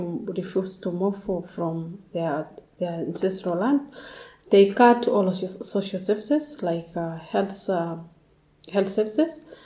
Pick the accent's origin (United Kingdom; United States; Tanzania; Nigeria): Tanzania; from Tanzania, northern part.